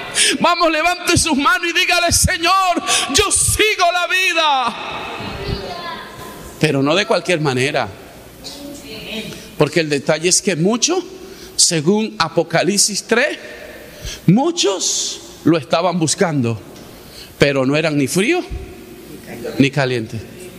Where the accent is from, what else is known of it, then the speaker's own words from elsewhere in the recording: La Guajira, Colombia; moved away; cómo está mi tierra, cómo está La Guajira